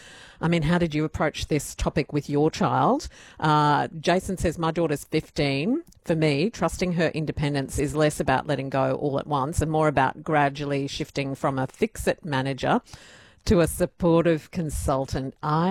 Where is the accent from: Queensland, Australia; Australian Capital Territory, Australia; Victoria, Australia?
Queensland, Australia; Brisbane; I was out roaming in the nearby bushland near my house where I grew up in Brisbane.